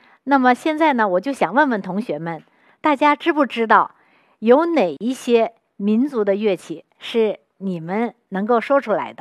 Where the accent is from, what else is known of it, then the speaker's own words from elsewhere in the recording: Inner Mongolia, China; 那么我从小的时候呢也是听着音乐长大的，因为我的家乡在内蒙古，所以呢我会经常听到马头琴。